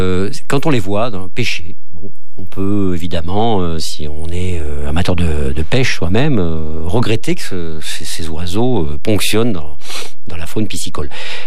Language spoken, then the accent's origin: French; France; Chez nous, en France